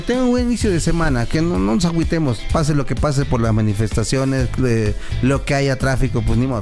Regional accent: Mexico; soy mexicano

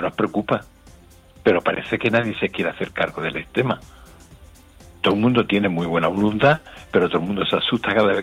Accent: Cádiz, Andalusia, Spain; Y soy de Cádiz, y de pronto me entero de cosas que no...

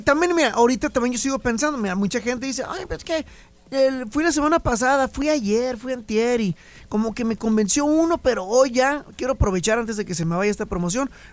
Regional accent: Mexico; como mexicanos que somos, o bueno, como en Chicali

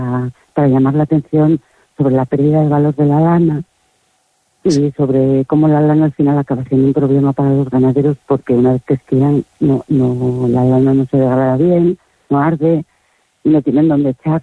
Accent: Salientes, Castile and León, Spain; born there; mi pueblo está muy cerca de Babia

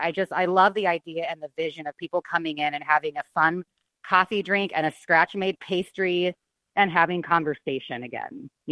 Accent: California, United States; That's something that I grew up drinking in Southern California.

